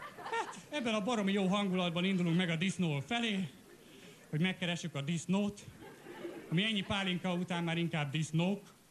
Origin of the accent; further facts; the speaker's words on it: Budapest, Hungary; Én ilyen pesti gyerek vagyok